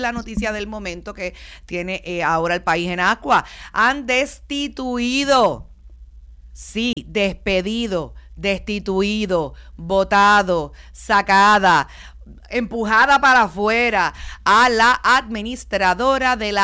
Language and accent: Spanish; Puerto Rico; porque así somos los puertorriqueños, ¿verdad?